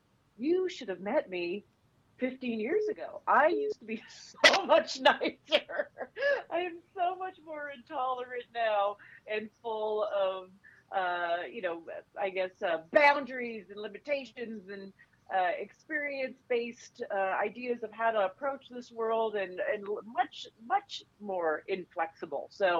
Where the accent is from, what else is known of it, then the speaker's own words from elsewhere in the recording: Canada; moved away as an adult; now in New York, United States; as a Canadian, because I grew up and spent the first 30 years of my life in Canada.